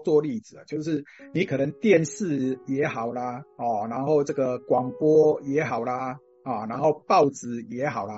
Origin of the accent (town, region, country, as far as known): Taiwan